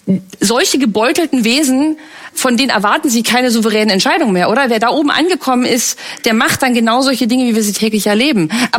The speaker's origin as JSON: {"language": "German", "region": "East Germany", "country": "Germany", "said": "Und nun komme ich zufälligerweise aus dem Land, wo die Partei die Macht hatte"}